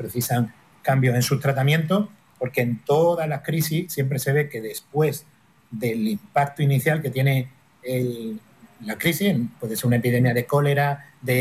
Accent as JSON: {"language": "Spanish", "region": "Andalusia", "country": "Spain", "said": "Yo como andaluz, como español"}